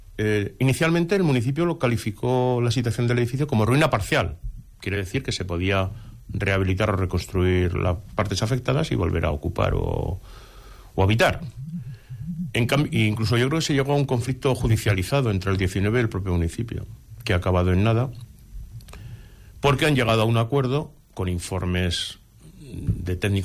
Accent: Pozondón, Teruel, Aragon, Spain; soy de Teruel, soy de Pozondo.

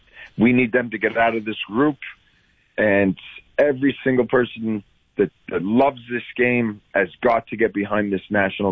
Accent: Canada; we're Canadians.

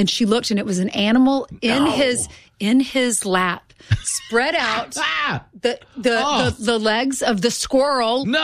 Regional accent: South Carolina, United States; now in New York, United States; I mean, I grew up in South Carolina, wanted to be in New York so badly.

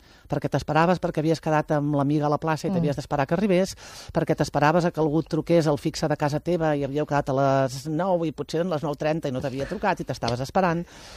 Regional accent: Prats de Lluçanès, Catalonia, Spain; Clar, tio, és que jo soc de Prats

